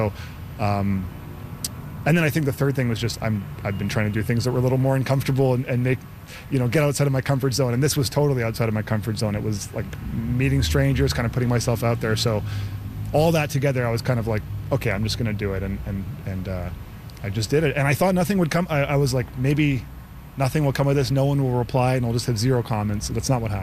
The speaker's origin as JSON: {"language": "English", "town": "Victoria", "region": "British Columbia", "country": "Canada", "tie": "born or raised there", "said": "I mean, I grew up here in Victoria, so I've kind of seen a lot of this before."}